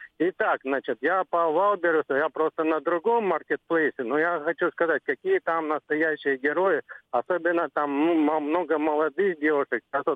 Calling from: Krasnodar, Krasnodar Krai, Russia; из Краснодара

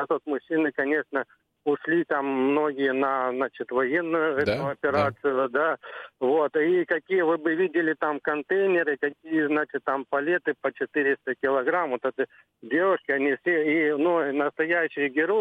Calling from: Krasnodar, Krasnodar Krai, Russia; из Краснодара

